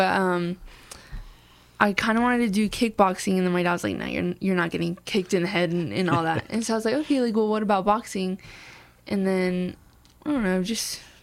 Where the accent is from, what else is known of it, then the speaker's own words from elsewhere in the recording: Las Cruces, New Mexico, United States; I honestly loved growing up in Las Cruces. I love the pace, especially with traveling to many different cities. It's nice to come back here